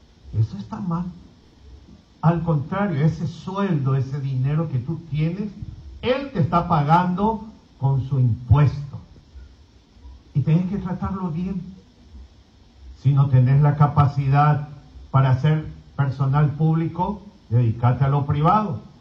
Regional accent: Alto Paraguay, Paraguay; Nosotros somos paraguayos.

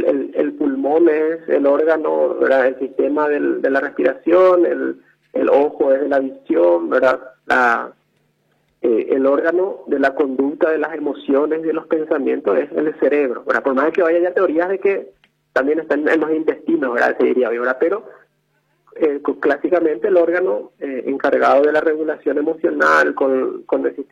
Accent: Luque, Central, Paraguay; yo soy de Luque

